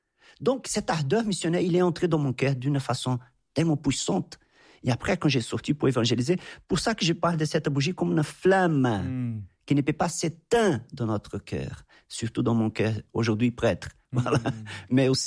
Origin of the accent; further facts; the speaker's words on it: Anápolis, Goiás, Brazil; French is a second language; also born or lived in São Paulo; j'ai retourné chez moi à Goiás, à Napolis, j'ai commencé à prier.